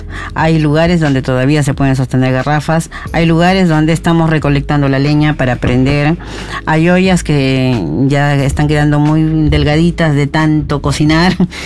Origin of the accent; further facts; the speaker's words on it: La Plata, Buenos Aires Province, Argentina; Yo soy de La Plata